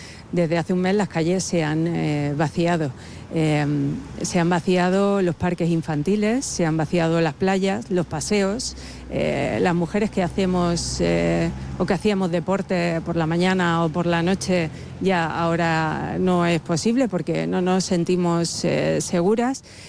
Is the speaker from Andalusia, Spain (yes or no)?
no; Ceuta, Spain; Nos lo merecemos, tenemos derechos, somos españoles.